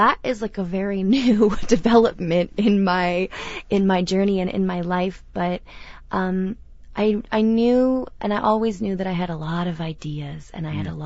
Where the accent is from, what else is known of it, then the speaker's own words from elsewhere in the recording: San Francisco, California, United States; I grew up in like a classic Edwardian in the inner Richmond and going to Golden Gate Park